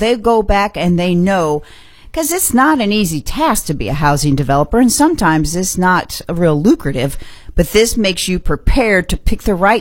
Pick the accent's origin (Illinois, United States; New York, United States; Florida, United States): Illinois, United States; I'm from Illinois, and we barely knew our officials because they were in Chicago and we were in mid-Illinois.